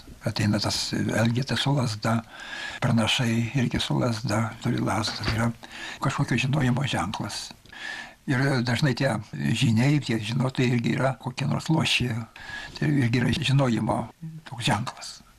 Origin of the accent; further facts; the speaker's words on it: Samogitia, Lithuania; Kadangi aš esu žemaitis